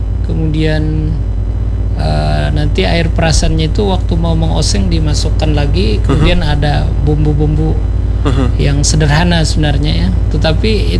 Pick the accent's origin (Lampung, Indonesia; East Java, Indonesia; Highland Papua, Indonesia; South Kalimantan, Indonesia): South Kalimantan, Indonesia; Marabahan; born there; Kalau saya di kelahiran Marabahan.